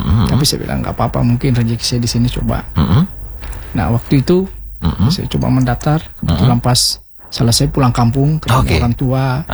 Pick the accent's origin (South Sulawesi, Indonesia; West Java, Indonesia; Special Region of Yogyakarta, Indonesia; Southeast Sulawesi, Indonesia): South Sulawesi, Indonesia; Pinrang; moved away; kampung saya itu di Pinrang